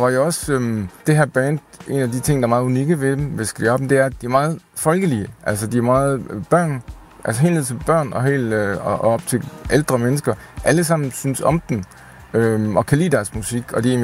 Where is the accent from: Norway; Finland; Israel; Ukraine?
Ukraine; now in Denmark; Og på den måde bliver det også sådan en fantastisk familiefest, som om man var hjemme i Ukraine for i hvert fald nogle timer.